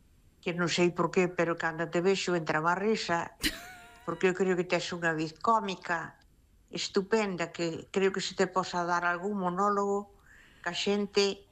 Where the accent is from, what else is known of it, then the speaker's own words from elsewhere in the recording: Ferrol, Galicia, Spain; Aquí, por exemplo, eu son de Ferrol